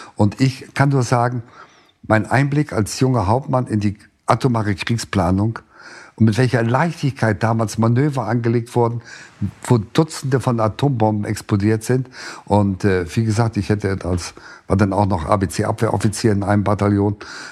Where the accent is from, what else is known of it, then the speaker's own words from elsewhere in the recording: Lohne, Lower Saxony, Germany; sind wir in einem Vertriebenenlager aufgewachsen, als Kind am Rande eines kleinen Städtchens, weit am Rande, nur Lohne im Südoldenburg, ja. Ganz primitiv. Ich erinnere mich an Ziehbrunnen und Matsch